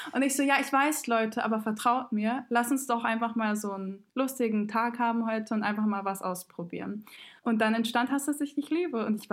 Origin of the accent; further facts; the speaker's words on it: Montenegro; Meine Mutter liebt es ja so sehr. Wir kommen aus Montenegro und jedes Mal, wenn Montenegro da auch mitmacht, sind wir so, okay, Eurovision ist so das Ding bei uns.